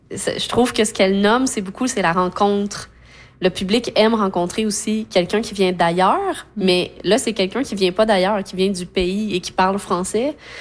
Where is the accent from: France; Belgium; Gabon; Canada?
Canada; c'est un peu pareil quand on est en Europe, puis qu'on vient du Canada, puis qu'on va jouer en Europe, sont contents de nous voir aussi, mm-hmm. puis d'avoir ce rapprochement-là avec la langue, avec la culture québécoise ou canadienne.